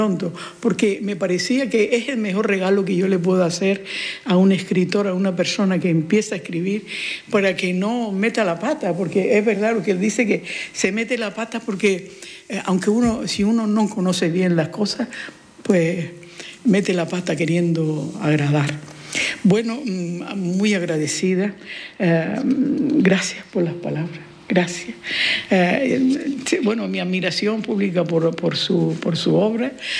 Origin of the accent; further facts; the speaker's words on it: Fuerteventura, Canary Islands, Spain; yo soy de Majorera, de familias majoreras